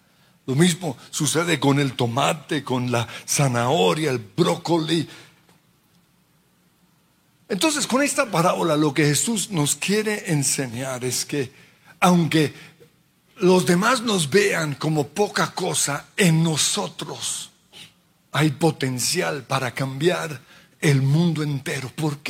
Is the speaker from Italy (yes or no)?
no; Australia; Porque yo nací en un pueblito en Australia que ni siquiera yo conozco. Yo fui levantado en medio de niños aborígenes